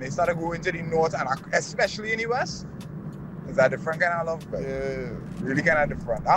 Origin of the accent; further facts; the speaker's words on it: San Fernando, Trinidad & Tobago; moved away; also born or lived in Tobago / Tunapuna / Diego Martin; I lived in Diego Martin for a while. But originally, I am from San Fernando side, Laramie side.